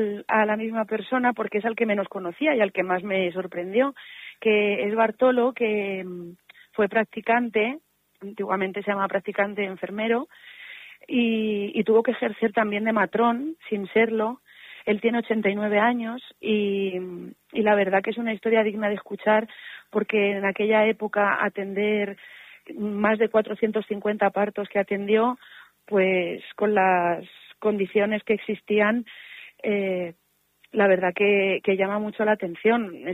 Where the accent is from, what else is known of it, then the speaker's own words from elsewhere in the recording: Santa Cruz de los Cáñamos, Castilla-La Mancha, Spain; La gente de mi pueblo, sobre todo, es gente trabajadora, muy trabajadora, la mayoría agricultores, y siempre nos hemos caracterizado por ser gente muy acogedora.